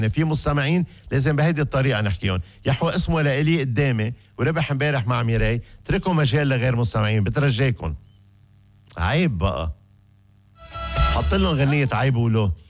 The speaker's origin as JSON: {"language": "Arabic", "country": "Lebanon", "accent": "Lebanese", "said": "ما عم بحكي لا تركي ولا اسباني ولا بورتوغيز، عم بحكي باللهجة اللبنانية القريبة من الناس."}